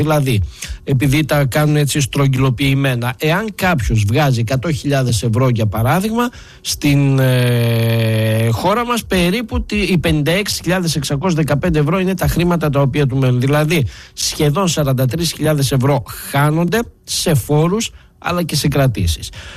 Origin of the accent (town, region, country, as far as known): Greece